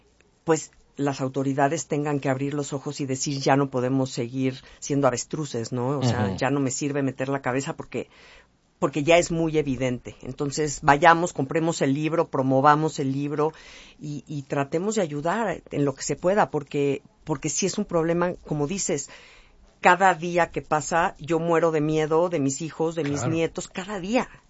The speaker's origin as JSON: {"language": "Spanish", "country": "Mexico", "said": "Me da pena salir a la calle y decir soy mexicana"}